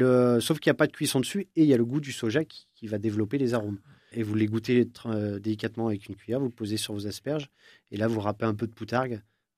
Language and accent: French; Pays de la Loire, France; moved away; Nous, on est originaire de Vendée.